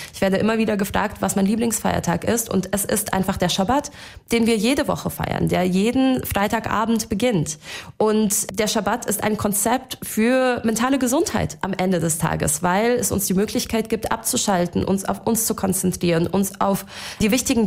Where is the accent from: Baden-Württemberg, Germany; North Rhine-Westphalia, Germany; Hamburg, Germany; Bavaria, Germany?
Baden-Württemberg, Germany; Baden-Baden; Meine Heimatgemeinde in Baden-Baden, damit verbinde ich vor allem die Erinnerung.